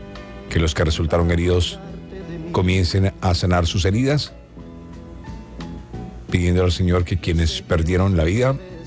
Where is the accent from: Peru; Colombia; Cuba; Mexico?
Colombia; Todos como colombianos estamos conectados de alguna u otra manera.